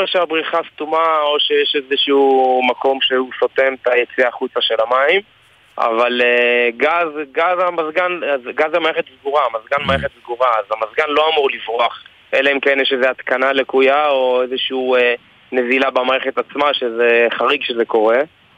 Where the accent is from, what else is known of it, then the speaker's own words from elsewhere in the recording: Southern District, Israel; אני במקרה מהדרום, אז בכלל מקיבוץ